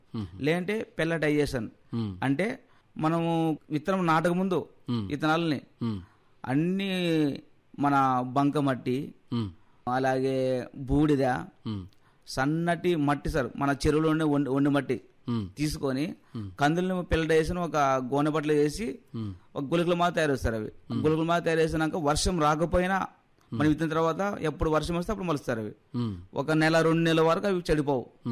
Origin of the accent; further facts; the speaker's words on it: Kanakaveedu, Andhra Pradesh, India; కర్నూలు జిల్లా ఎమ్మినూరు తాలూకా నందవరం మండలం కనకవీడు గ్రామం నుండి మేము వచ్చినాం సార్.